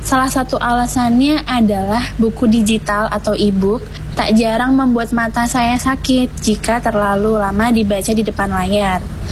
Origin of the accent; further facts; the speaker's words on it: Yogyakarta, Special Region of Yogyakarta, Indonesia; Saya adalah warga Jogja asli.